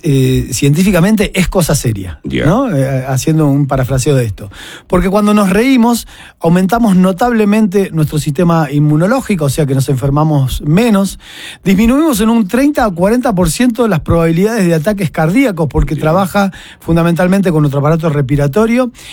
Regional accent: Argentina; now in Ecuador; Yo soy argentino y estoy acá en Ecuador

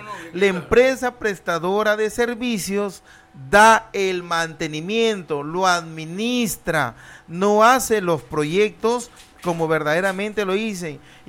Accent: Tucumán, Argentina; como tucumano siempre he salido a la palestra a decirles a los gerentes, a los subgerentes, decirles, amigos, por favor, ayuden a mi pueblo de Tucumán.

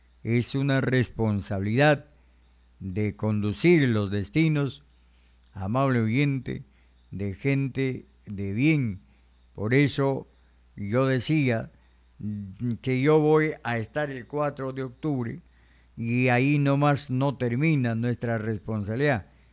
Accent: Peru; nuestro deber como peruanos, como ciudadanos

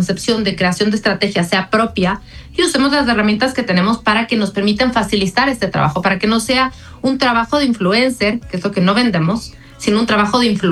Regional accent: Ecuador; como ecuatorianos seguimos ultra reconociendo

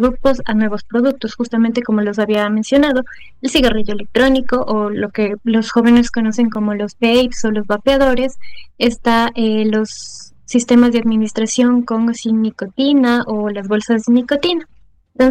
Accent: Ecuador; todos nosotros como ecuatorianos tenemos la posibilidad de presentarnos frente a la Asamblea, dado que somos ecuatorianos

